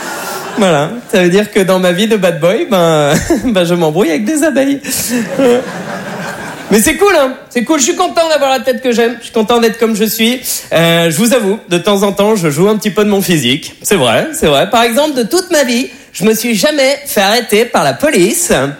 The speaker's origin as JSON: {"language": "French", "town": "Berck-sur-Mer", "region": "Hauts-de-France", "country": "France", "tie": "born or raised there"}